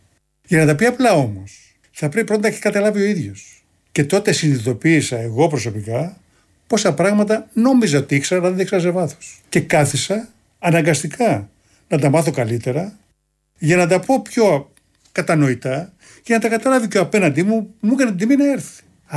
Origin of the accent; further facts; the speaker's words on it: Kymi, Central Greece, Greece; Έτσι το λέμε στην πατρίδα μου στην Κίμη.